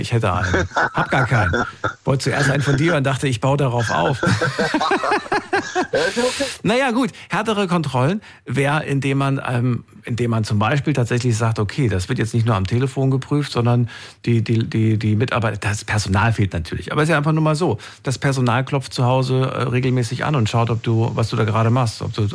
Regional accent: Thuringia, Germany; born there; Ich bin in Thüringen geboren

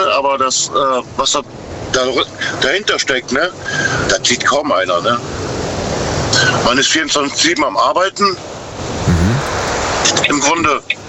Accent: Rhineland, Germany; Also ich bin Rheinländer.

